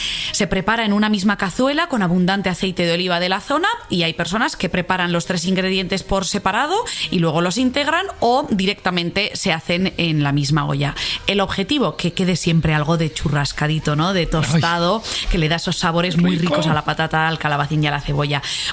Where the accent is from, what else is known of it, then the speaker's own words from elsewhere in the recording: Aragon, Spain; Sí, es verdad que no me escondo, como buena aragonesa, yo en mi casa lo que hago es fritada, ya, que es ese sabor que pues me lleva a mi infancia